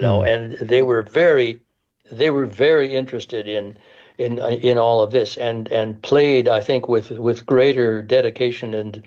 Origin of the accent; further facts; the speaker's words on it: Winkler, Manitoba, Canada; now in Waterloo, Canada; my hometown in Winkler, Manitoba.